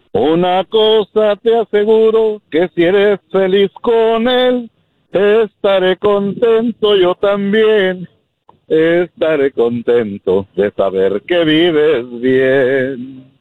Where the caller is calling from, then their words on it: Nuevo León, Mexico; Soy de ahí, de Nuevo León.